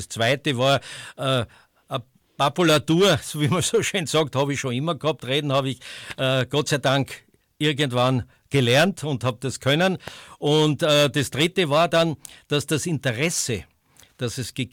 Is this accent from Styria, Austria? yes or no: yes; Styria, Austria; Und ich war halt auch ein Steirer, der halt ein bisschen schert.